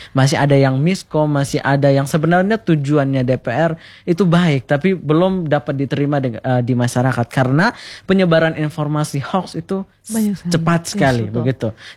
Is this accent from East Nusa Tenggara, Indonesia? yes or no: yes; Sumba, East Nusa Tenggara, Indonesia; saya anak-anak Sumba yang dari pelosok